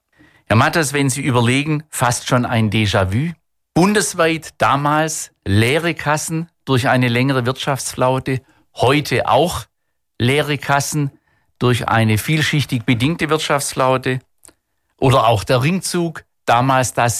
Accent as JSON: {"language": "German", "area": "Schwarzwald-Baar district", "region": "Baden-Württemberg", "country": "Germany", "tie": "born or raised there", "moved": "as an adult", "lives_now": "Rottweil, Germany", "said": "Allerdings auch eine Rückkehr in die Heimat. Sie wissen, ich komme aus der Nachbarschaft, aus dem Schwarzwald-Barkreis."}